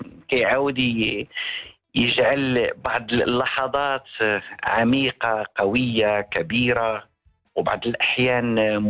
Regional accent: Morocco; وأصبح عندنا في المغرب يوم وطني للتبرع بالدم

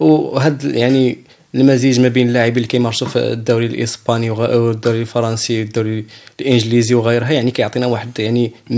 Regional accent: Morocco; نحن مغاربة

